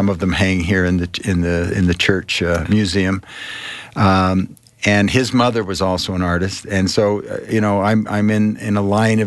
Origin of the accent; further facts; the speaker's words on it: Farmington, Utah, United States; Well, I grew up in Farmington, Utah, not far from here, just north of Salt Lake City. A very different town in the 40s when I grew up, the 50s.